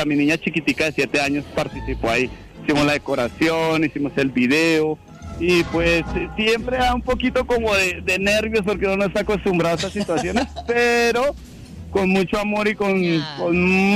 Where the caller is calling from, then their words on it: Bogotá, Colombia; estoy aquí por los lados de Osa, de Kennedy